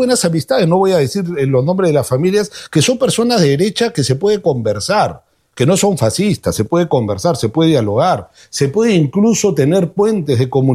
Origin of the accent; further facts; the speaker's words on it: Lima, Peru; Eso me impedía notar que en mi país hay 10 millones de seres humanos pobres.